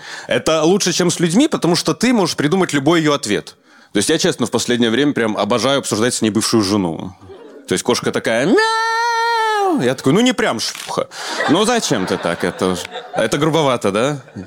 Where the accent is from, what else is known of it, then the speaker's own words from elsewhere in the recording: Belarus; moved away as an adult; now in Moscow, Russia; мне 35 лет, я из Беларуси, обживаюсь в Москве